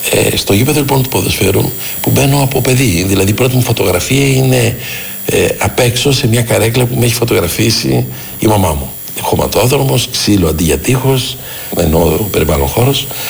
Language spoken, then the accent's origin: Greek; Athens, Attica, Greece; Όταν ήμουν πολύ μικρό παιδάκι, έμεινα δίπλα σε ένα γήπεδο. Εκεί γεννήθηκα, στα Ηλίσια, στο γήπεδο ποδοσφαίρου του Ηλισιακού.